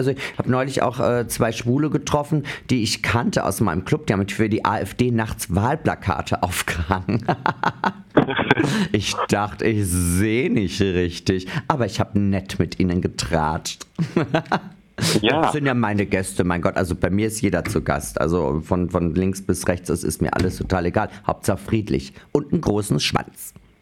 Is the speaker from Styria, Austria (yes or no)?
no; Carinthia, Austria; moved away; ich komme aus Österreich. Ich bin mit Jörg Haider aufgewachsen als Landeshauptmann.